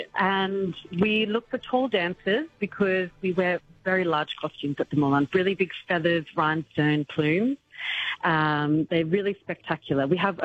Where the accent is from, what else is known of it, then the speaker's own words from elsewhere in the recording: Australia; accent: Australian; now in France; No, still kept my accent, yes. I will. I work with a lot of Australians, so we can keep that going.